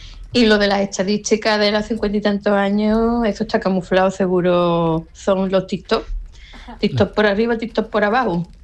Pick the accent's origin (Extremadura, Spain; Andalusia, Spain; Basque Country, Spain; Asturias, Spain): Andalusia, Spain; Jerez de la Frontera; de Jerez de la Frontera, ya me he delatado.